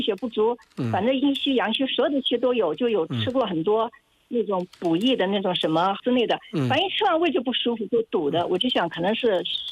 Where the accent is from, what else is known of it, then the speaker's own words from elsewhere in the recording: Xiamen, Fujian, China; 是这样啊，我是福建厦门的啊。